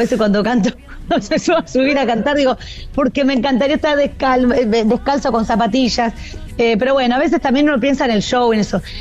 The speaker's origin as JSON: {"language": "Spanish", "region": "Santa Fe", "country": "Argentina", "said": "somos santafesinos"}